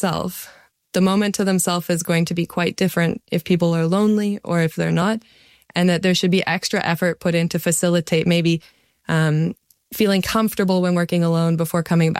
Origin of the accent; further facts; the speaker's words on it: Canada; And I said, "Hi … I'm from Canada."